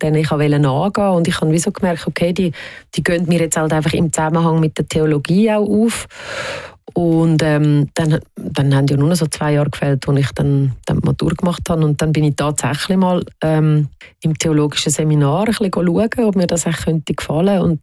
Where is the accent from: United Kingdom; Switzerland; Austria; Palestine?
Switzerland; Auf der anderen Seite bin ich da in der Schweiz aufgewachsen und habe sehr eine behütete Kindheit gehabt.